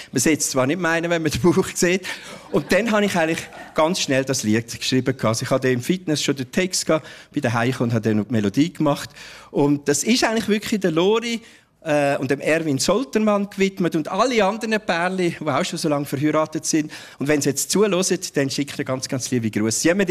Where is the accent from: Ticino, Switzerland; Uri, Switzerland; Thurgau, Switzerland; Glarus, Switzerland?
Uri, Switzerland; ich komme aus dem Kanton Uri.